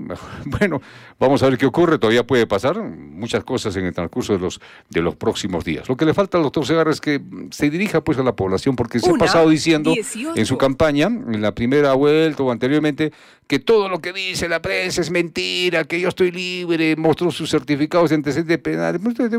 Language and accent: Spanish; Arequipa, Peru